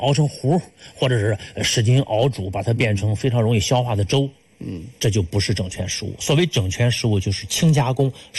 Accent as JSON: {"language": "Chinese", "country": "China", "said": "我们中国人"}